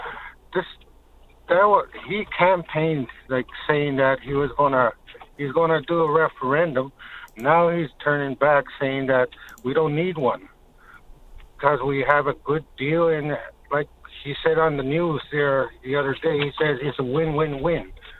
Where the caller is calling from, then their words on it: Sheshatshiu, Newfoundland and Labrador, Canada; I'm an Indigenous person. I'm calling from Shishachu.